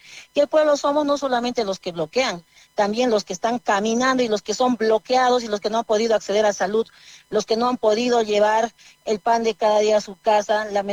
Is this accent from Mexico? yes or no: no; Bolivia; La institución nos ampara, como bolivianos que somos, el derecho a la vinculación